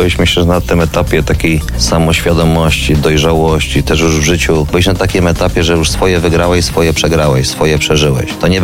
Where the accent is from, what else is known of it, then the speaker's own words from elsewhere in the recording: Dębica, Subcarpathian Voivodeship, Poland; bo ja jestem z Dębicy, gdzie mieliśmy wielkich mistrzów w zapasach, mistrzów olimpijskich, mistrzów świata, mistrzów Europy, tak, byliśmy też mistrzami Polski w boksie.